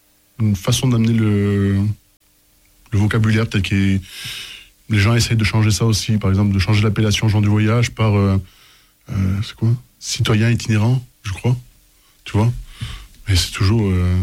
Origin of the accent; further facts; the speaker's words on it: France; fait un bail qu'on est français.